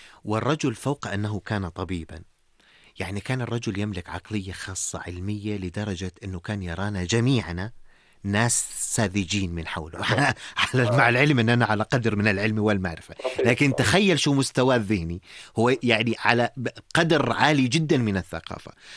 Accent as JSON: {"language": "Arabic", "country": "Jordan", "said": "لكن عندنا في الأردن كثير في ناس قاعدين بيعمل شير لهذا النظام"}